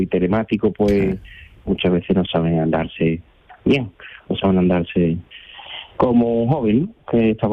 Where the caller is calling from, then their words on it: Seville, Andalusia, Spain; como soy de Sevilla, pues de la provincia.